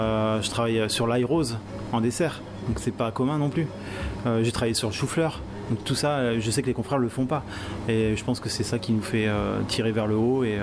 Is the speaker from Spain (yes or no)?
no; Normandy, France